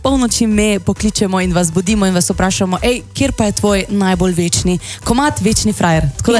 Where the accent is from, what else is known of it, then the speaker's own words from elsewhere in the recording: Styria, Slovenia; ker sem Štajerka.